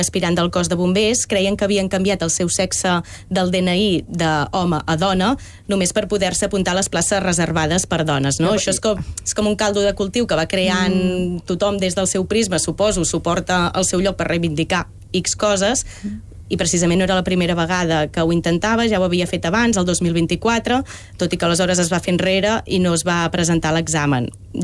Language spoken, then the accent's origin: Catalan; Catalonia, Spain; Jo soc del Ripollès